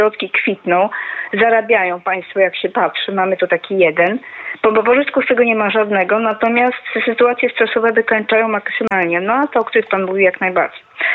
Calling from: Wrocław, Lower Silesian Voivodeship, Poland; ja dzwonię z Wrocławia oczywiście

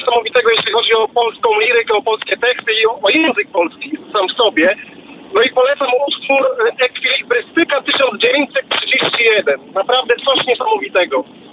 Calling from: United Kingdom; dzwonię z Wielkiej Brytanii.

